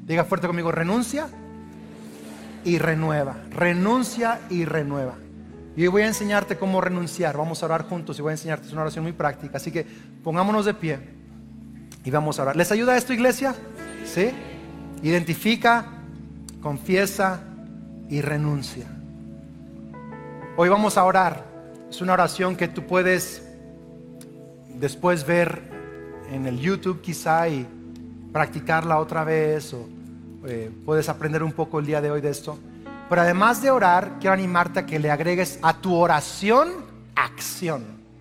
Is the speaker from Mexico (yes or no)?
yes; Mexico; nací, crecí en México y nunca había probado tacos de lengua? Tengo 48 años.